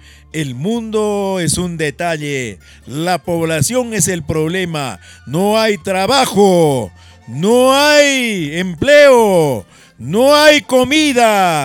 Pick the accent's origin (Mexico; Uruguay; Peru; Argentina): Peru; Huaraz, Ancash